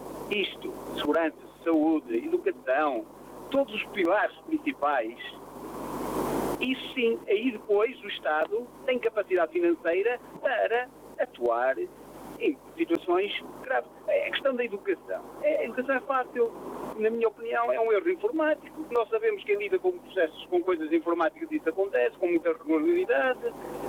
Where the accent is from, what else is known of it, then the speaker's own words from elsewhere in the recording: Portugal; Enquanto nós, portugueses, não tivermos essa percepção do que é uma transmissão de Estado, vamos ter sempre um muro de lamentações.